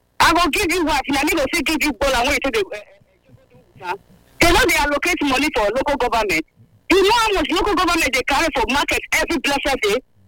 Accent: Nigeria; Hello, Abuki, I come from Nigeria.

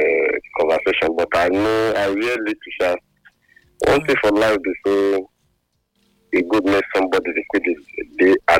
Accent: England, United Kingdom; I'm an Englishman, they talk privately most of the time.

